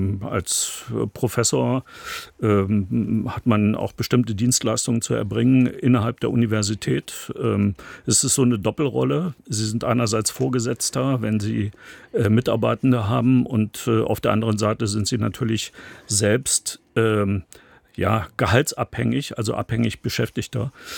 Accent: West Germany, Germany; moved away as an adult; now in Jena, Germany; bin ich als Wessi in Jena berufen worden

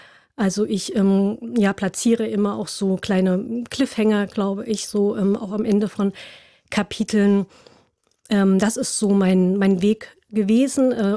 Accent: Germany; Also ich bin, wie gesagt, in der DDR geboren und aufgewachsen.

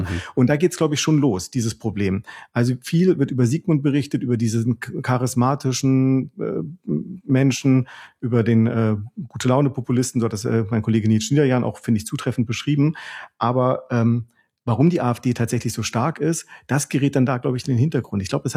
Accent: Halle, Saxony-Anhalt, Germany; born there; moved away; Ich muss dazu sagen, ich bin in diesem Bundesland geboren. Also ich komme ursprünglich aus Halle-Saale, dort 1985 geboren.

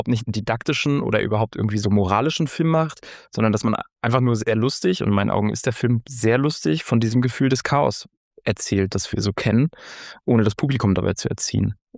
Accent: East Germany, Germany; Und ich glaube aber nicht, dass ich mir als Ostdeutscher darüber leichter klar werden kann als jemand aus Westdeutschland.

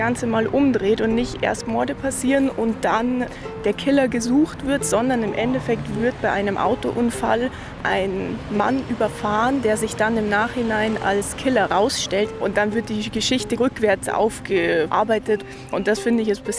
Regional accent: Dachau, Bavaria, Germany; ich komme aus Dachau.

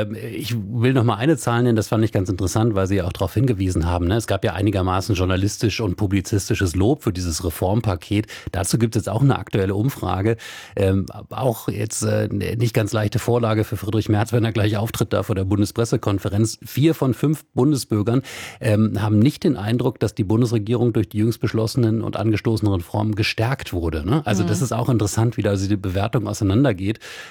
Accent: Wolfsburg, Lower Saxony, Germany; wir sind beide aus Wolfsburg.

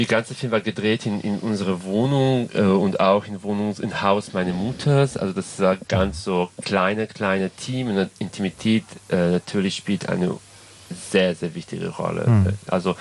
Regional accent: Serbia; German is a second language; now in Berlin, Germany; ich komme ursprünglich aus Serbien, das heißt Serbo-Kroatisch

